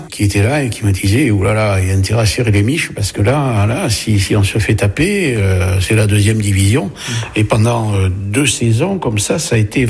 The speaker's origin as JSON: {"language": "French", "town": "Bordeaux", "region": "Nouvelle-Aquitaine", "country": "France", "tie": "born there", "lives_now": "Bègles, France", "said": "je suis né en 1949, j'ai 77 ans. Je suis né à Bordeaux et je suis venu à Bègles."}